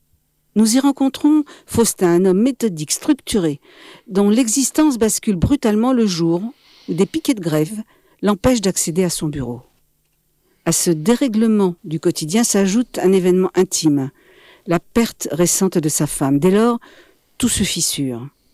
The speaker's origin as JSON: {"language": "French", "town": "Montpellier", "region": "Occitanie", "country": "France", "also_born_or_lived": "Paris", "said": "alors comme je suis montpelliéraine, enfin je suis parigo-montpelliéraine"}